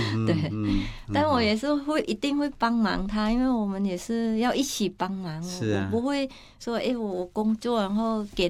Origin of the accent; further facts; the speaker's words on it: Thailand; now in Taiwan; 我是来自泰国，可是我嫁给台湾人了，我也是台湾人。